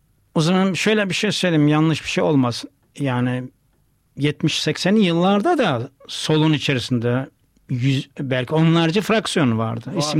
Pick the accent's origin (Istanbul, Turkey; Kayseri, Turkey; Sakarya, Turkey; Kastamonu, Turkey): Kastamonu, Turkey; Azdavay; also born or lived in Germany; Bizim Azdivay'a Türkiye'nin İsviçre'si diyorlar.